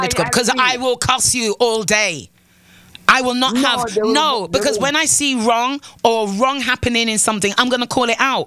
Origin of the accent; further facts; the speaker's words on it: Antigua & Barbuda; accent: British; You are a born Antiquan. Antiguan and Barbuda before anybody tells me that with my my fake or my British accent, I must sing my hook and go back to wherever it is I've come from.